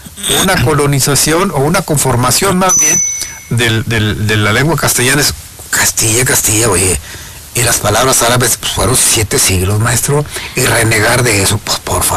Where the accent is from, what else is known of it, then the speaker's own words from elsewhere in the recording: Mexico; ¿nosotros qué somos como mexicanos? Pues no somos españoles, maestro. Tampoco somos indígenas.